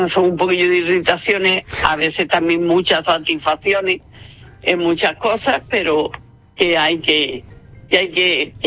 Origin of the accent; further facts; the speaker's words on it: Granada, Andalusia, Spain; now in San Roque, Spain; no somos nacidas aquí en San Roque. Yo me considero también ya sanroqueña, ¿no? Pero yo no soy sanroqueña, soy granajina, soy de Granada, pero yo, San Roque, pues para mí es como si yo hubiera nacido aquí.